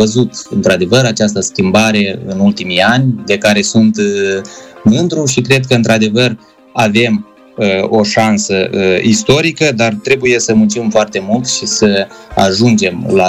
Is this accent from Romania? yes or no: no; Moldova; moved away as an adult; now in Brussels, Belgium; mă prezentam și spuneam că sunt din Republica Moldova